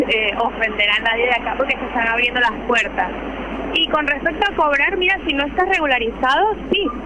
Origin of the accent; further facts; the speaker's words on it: Venezuela; Mira, yo soy extranjera, venezolana, y no conozco el decreto